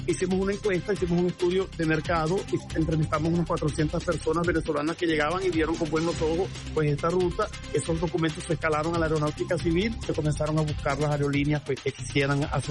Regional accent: La Guajira, Colombia; Para nosotros como colombianos y sobre todo los guajiros es una oportunidad enorme

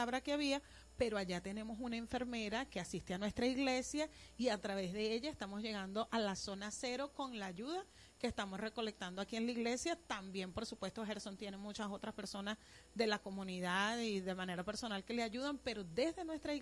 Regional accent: Venezuela; Sí, sí, como venezolanos que somos, sabemos que tenemos un gran corazón, pero también conocemos la viveza criolla propia del venezolano

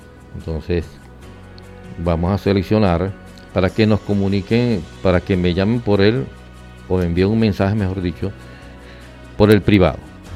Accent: Venezuela; Todos somos venezolanos, todos somos humanos, todos necesitamos a Cristo.

